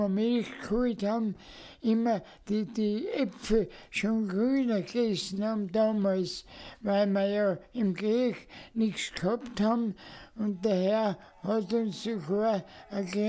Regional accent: Innsbruck, Tyrol, Austria; Ich bin auch in Innsbruck direkt am Waldrand aufgewachsen

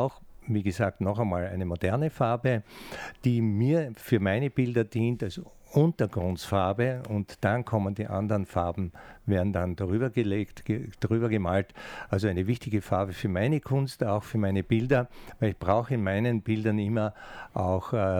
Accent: Styria, Austria; Ich komme ja aus der Steiermark

